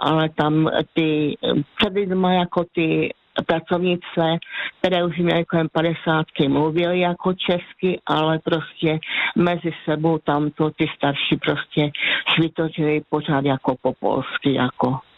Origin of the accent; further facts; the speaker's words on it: Považie, Slovakia; now in Czech Republic; No, protože prostě já jsem z Vážska, tam je zase jiná nářečí